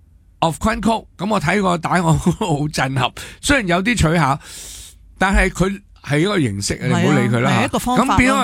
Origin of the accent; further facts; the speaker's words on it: Hong Kong; 作为中国嘅香港人我就震惊。